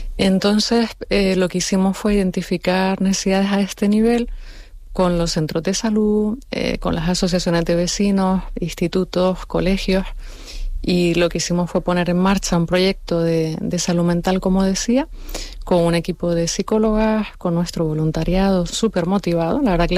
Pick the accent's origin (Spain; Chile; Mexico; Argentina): Spain; Canary Islands; algo totalmente desconocido para mí como canaria